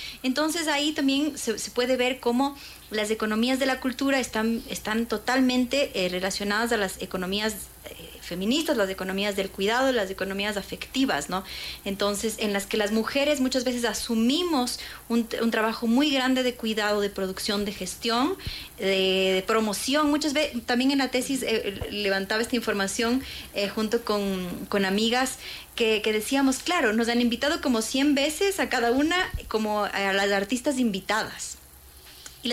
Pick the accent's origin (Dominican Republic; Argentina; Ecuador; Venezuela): Ecuador; Siendo las mujeres ecuatorianas